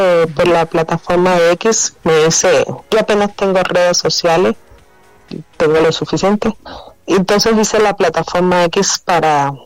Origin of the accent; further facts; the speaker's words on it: Cuba; moved away as an adult; now in Mexico; Soy de origen cubano. Llegué aquí en el año 2017 con beca CONACYT para la maestría de energía en la UNAM.